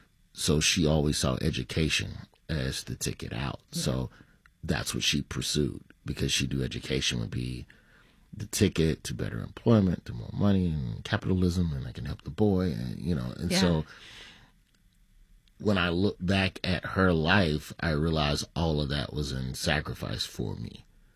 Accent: Memphis, Tennessee, United States; You know, I spent so much time all over the South, though. You know, goodness gracious. We grew up in Memphis.

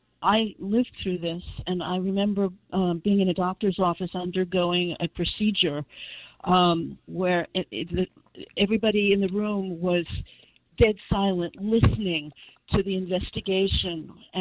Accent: United States; first language English; because I can understand the English language, it is my mother tongue, and his beautiful drawl, and it made me so proud. It made me so proud. And I think that's one of the few moments when I've been proud to be an American

